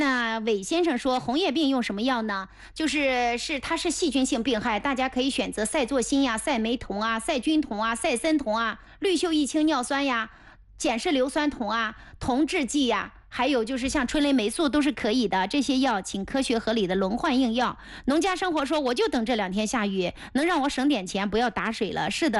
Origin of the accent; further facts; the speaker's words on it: Mengcheng, Anhui, China; 我的老家是蒙城，那里就是皖西北啊。原来归阜阳，后来归亳州，那里就是皖西北，属于皖北区域啊。